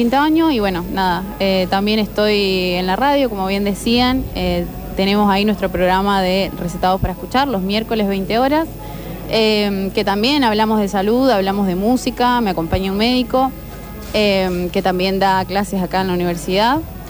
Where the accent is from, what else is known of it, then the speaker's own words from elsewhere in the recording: San Jaime de la Frontera, Entre Ríos, Argentina; moved away; vengo desde San Jaime de la Frontera, Entre Ríos, no soy de Corrientes